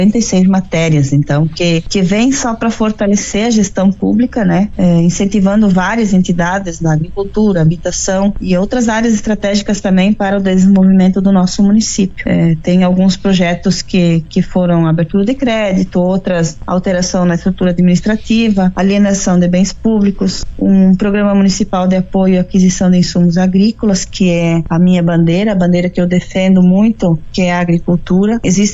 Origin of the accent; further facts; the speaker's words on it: Iporã do Oeste, Santa Catarina, Brazil; born there; now in Descanso, Brazil; aos iporãoestinos, né? A minha cidade natal, o qual tenho um grande carinho.